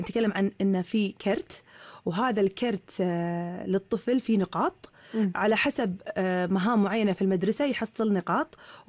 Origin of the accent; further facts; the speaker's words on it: Kuwait; عندنا في الكويت